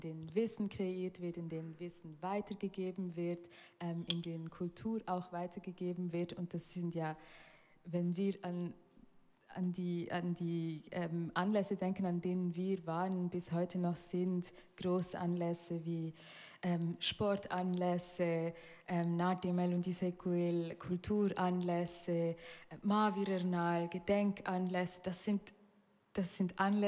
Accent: Solothurn, Switzerland; Ich bin in der Stadt Solothurn aufgewachsen, daher auch ziemlich durchmischt, auch wenn die Mehrheit weiß ist.

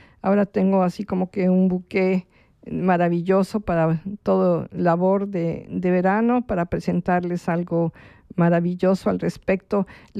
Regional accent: Mexico; now in Switzerland; yo soy mexicana

